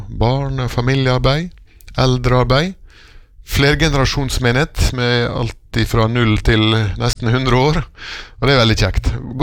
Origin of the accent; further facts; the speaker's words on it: Ålesund, Møre og Romsdal, Norway; also born or lived in Godøya; now in Spjelkavik, Norway; jeg jo en oppvokst steinvoksgutt opprinnelig, men jeg har bodd mye på Godøya, og ble frelst som ungdom på Godøya, men ble med I pinsbevegelsen, for der gikk mor mi. Jeg ble frelst på Godøya som 17-åring I 81